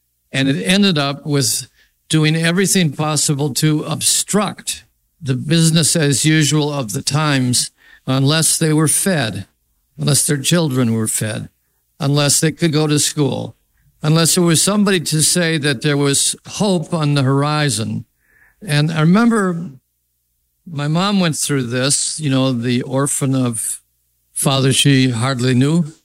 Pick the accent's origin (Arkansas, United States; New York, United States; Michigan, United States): Michigan, United States; Royal Oak; my hometown of Royal Oak or Hamtramck.